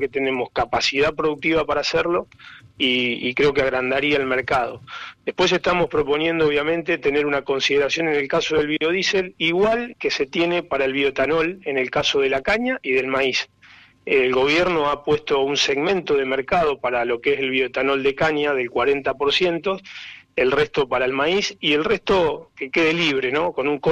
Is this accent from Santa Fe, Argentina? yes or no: yes; Santa Fe, Argentina; nosotros estamos también como santafesinos diciendo que también nos interesa el bioetanol, porque somos una provincia que producimos también maíz